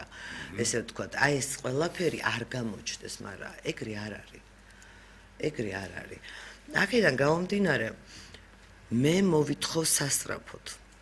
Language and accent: Georgian; Samtredia, Imereti, Georgia; დიახ, თვითონაც სამტრედიელია და მე სამტრედიაში დაბადებული გაზრდილი ვარ და მე და ეკა ერთ სკოლაში ვსწავლობდით.